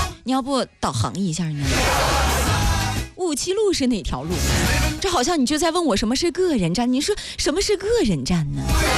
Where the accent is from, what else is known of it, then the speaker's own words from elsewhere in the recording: Hebei, China; 我的家乡在河北啊